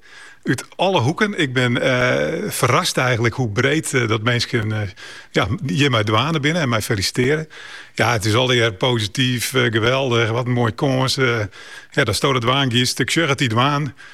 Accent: Tietjerk, Friesland, Netherlands; also born or lived in Leeuwarden; now in Wijnjewoude, Netherlands; in Leeuwarden, maar opgegroeid in Tietjerk.

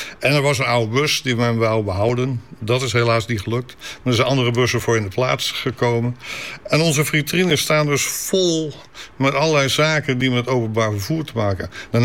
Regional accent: Heerenveen, Friesland, Netherlands

